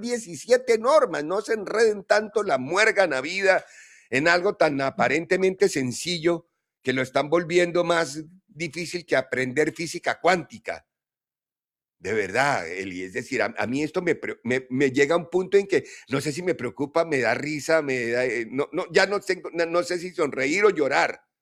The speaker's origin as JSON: {"language": "Spanish", "country": "Colombia", "said": "Si yo como colombiano digo, no, me robaron, obviamente estoy generando un cisma."}